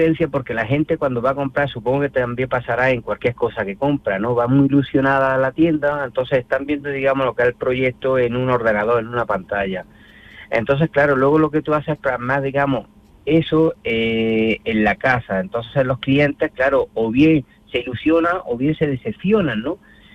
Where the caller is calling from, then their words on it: Granada, Andalusia, Spain; Somos de Granada.